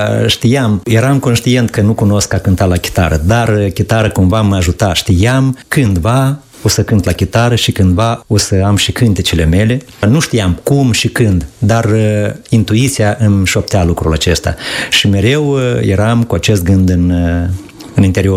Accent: Vâșcăuți, Orhei District, Moldova; sunt de la Vâșcăuți Orhei, pe malul Nistrului, acolo am crescut

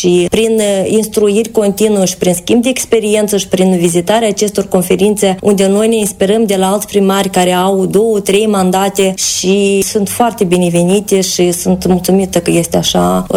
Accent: Moldova; sunt o patriotă născută, nu mă regăsesc în altă parte, decât chiar nu mă regăsesc în altă localitate din Republica Moldova.

